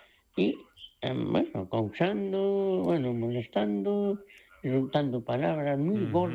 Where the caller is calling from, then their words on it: Poio, Galicia, Spain; de Pollo de Pontevedra.